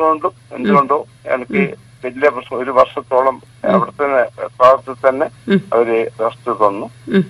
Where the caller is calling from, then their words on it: Echur, Kerala, India; ഞാൻ ഏച്ചൂർ നിന്നാണ് വിളിക്കുന്നത്.